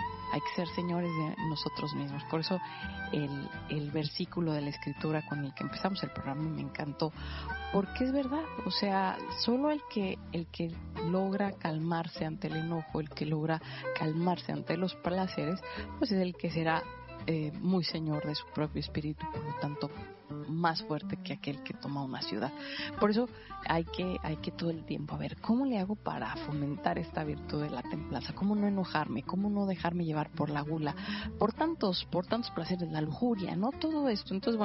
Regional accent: Mexico; yo soy mexicana

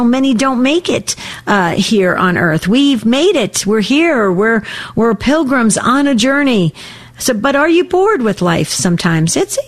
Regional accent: New Jersey, United States; born or raised there; now in Arizona, United States

